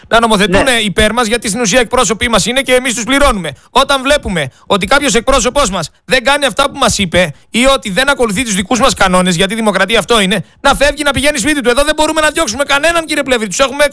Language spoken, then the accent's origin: Greek; Greece; Εγώ, σαν Έλληνας πολίτης, είμαι υποχρεωμένος να σέβομαι τον ποινικό κώδικα.